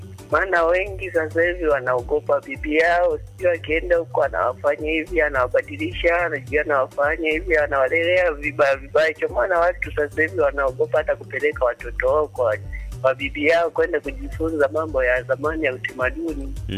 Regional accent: Tanzania; kwa mfano mimi nimeoa Mjita, mimi ni Msukuma.

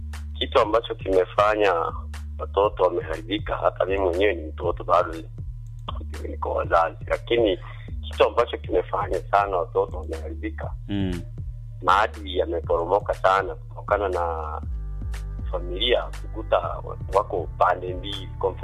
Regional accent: Serengeti, Mara, Tanzania; born there; now in Mwanza, Tanzania; mimi kwetu ni Serengeti

